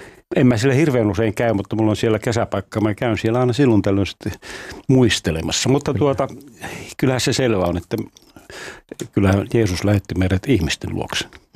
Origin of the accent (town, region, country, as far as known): Rovaniemi, Lapland, Finland